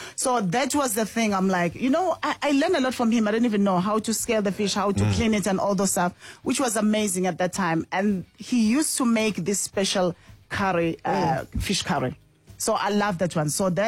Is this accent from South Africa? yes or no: yes; South Africa; moved away; we as South Africans, our flavors are so bold.